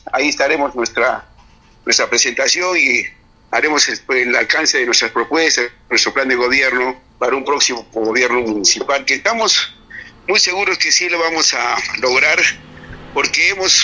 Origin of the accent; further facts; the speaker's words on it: La Calera, Arequipa, Peru; yo estoy bien identificado con el pueblo tradicional de Yura, pues yo soy de La Calera, he nacido allá, he estudiado toda mi primaria, después ya vine a la ciudad a terminar mis estudios secundarios y estudios universitarios